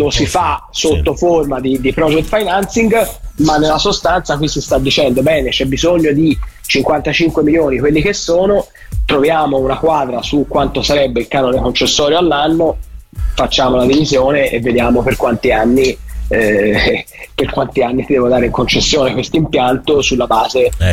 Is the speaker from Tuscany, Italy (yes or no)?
yes; Florence, Tuscany, Italy; penso che da fiorentini, da tifosi della Fiorentina, da frequentatori dello stadio, io sono abbonato in maratona